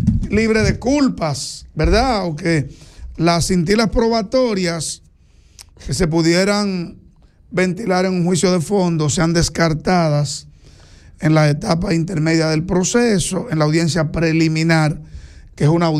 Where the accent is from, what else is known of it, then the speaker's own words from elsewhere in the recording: Enriquillo, Barahona, Dominican Republic; born there; como ciudadano barahonero, que conozco a Gonzalo Castillo, que sus raíces son de mi pueblo, Enriquillo